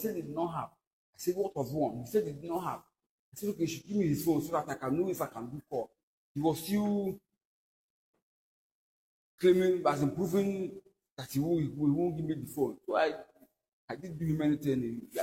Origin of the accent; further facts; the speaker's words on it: Abi, Cross River, Nigeria; From Abi, local government.